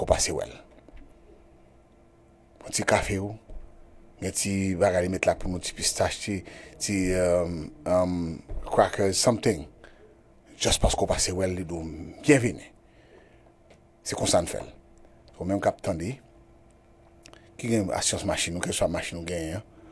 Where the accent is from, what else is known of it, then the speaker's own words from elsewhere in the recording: Haiti; Moi, je suis haïtien, supporter la côte, mais si je n'ai pas haïtien, je n'ai toujours rien. Moi-même, je suis haïtien, 100%.